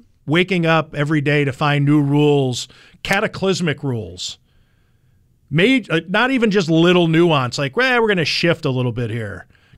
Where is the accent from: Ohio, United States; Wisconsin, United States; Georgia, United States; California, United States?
Ohio, United States; Cleveland; much like my take on the Cleveland Browns, my hometown Cleveland Browns